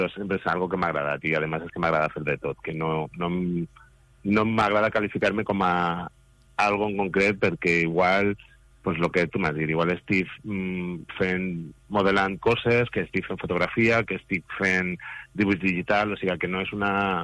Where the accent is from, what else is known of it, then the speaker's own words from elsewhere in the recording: Guardamar del Segura, Valencian Community, Spain; també la pots trobar en el meu poble, en Guardamar, i allà era el màster.